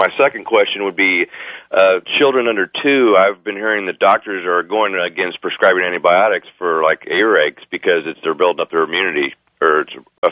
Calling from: Springfield, Illinois, United States; I'm calling from Springfield, Illinois.

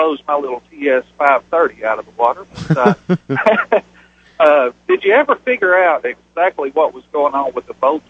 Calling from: North Carolina, United States; out here in North Carolina.

